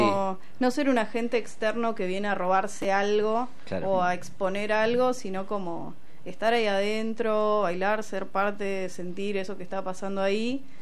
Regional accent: Tres Arroyos, Buenos Aires Province, Argentina; now in La Plata, Argentina; Yo soy de Tres Arroyos, un pueblo de provincia de Buenos Aires. Mi familia tiene una productora allá

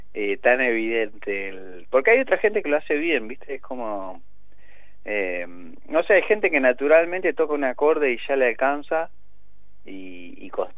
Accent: Mar del Plata, Buenos Aires Province, Argentina; yo soy marplatense

